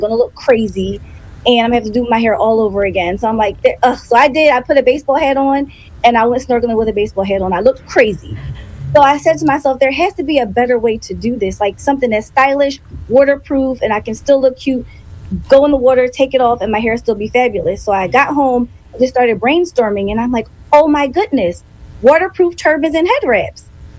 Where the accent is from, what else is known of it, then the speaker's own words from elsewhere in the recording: Philadelphia, Pennsylvania, United States; I grew up in Philly in the neighborhood called The Bottom. So it was a bad neighborhood